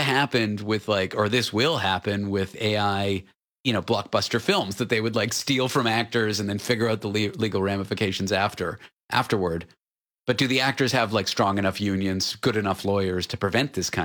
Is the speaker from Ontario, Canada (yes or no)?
yes; Toronto, Ontario, Canada; now in New York, United States; I'm from Toronto, Canada. That's my hometown. Live in New York now.